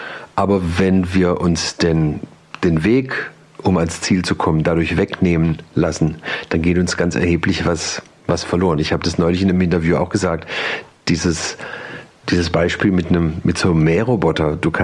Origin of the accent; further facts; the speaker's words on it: Pforzheim, Baden-Württemberg, Germany; ob ich mir nicht mal Gedanken machen wollte, einen Song über meine Heimatstadt zu machen. Würde doch naheliegen, so als Pforzheimer.